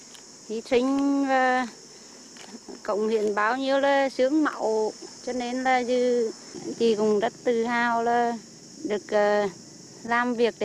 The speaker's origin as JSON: {"language": "Vietnamese", "region": "Nghệ An", "country": "Vietnam", "tie": "born or raised there", "said": "Chị được sinh ra và lớn lên ở đất Mỹ Sơn"}